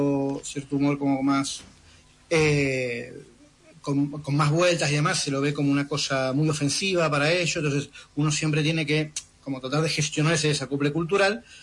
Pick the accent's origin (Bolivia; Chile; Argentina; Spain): Argentina; Sobre que los argentinos éramos delincuentes, delincuentes de alto standing